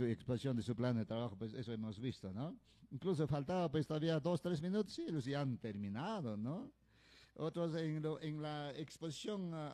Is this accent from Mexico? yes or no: no; Rosaspata, Puno, Peru; nuestro distrito de Rosaspata